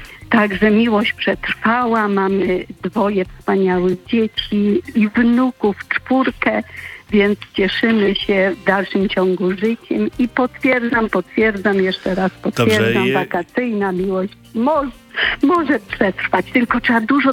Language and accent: Polish; Lower Silesian Voivodeship, Poland; a mąż z Górnego Śląska, ja z Dolnego Śląska, więc dwoje Ślązaków się spotkało nad morzem w Dźwiżynie.